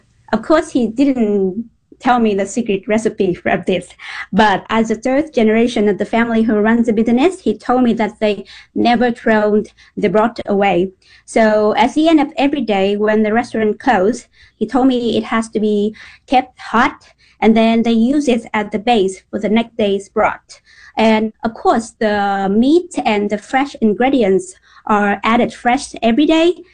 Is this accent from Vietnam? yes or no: yes; Vietnam; I'm from Vietnam.